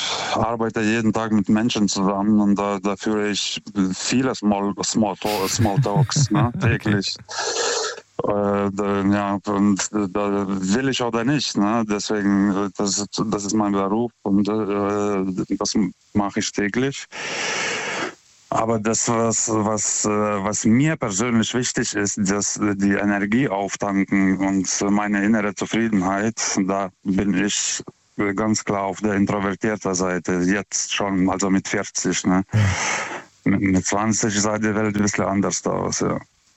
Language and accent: German; Lithuania; now in Germany; Ich komme ja ursprünglich aus Litauen. Ich bin erst 2006 nach Deutschland gezogen.